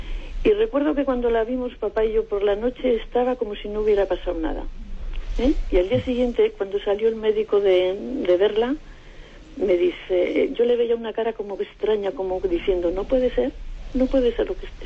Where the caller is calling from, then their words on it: Santander, Cantabria, Spain; de Santander.